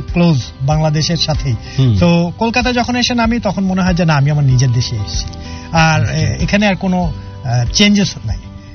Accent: Bangladesh

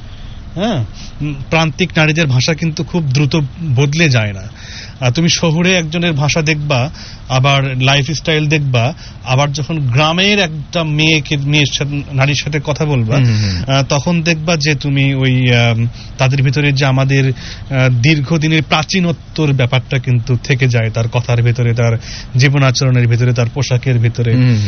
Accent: Bogura, Rajshahi Division, Bangladesh; born there; আমার জন্মস্থান বগুড়া

